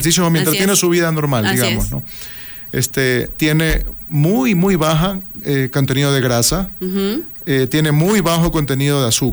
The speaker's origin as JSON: {"language": "Spanish", "country": "Ecuador", "said": "somos ecuatorianos."}